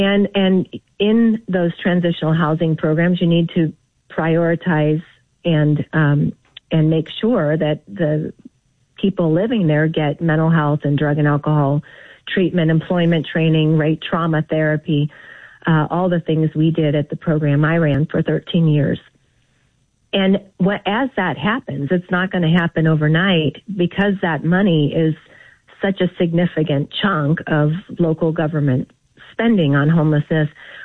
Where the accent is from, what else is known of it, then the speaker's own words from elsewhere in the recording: Sacramento, California, United States; But what I grew up in Sacramento most of my life. So what I still call it we.